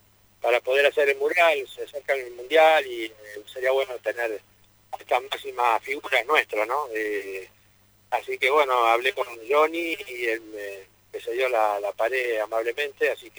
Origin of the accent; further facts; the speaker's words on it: Pilar, Buenos Aires Province, Argentina; soy de Pilar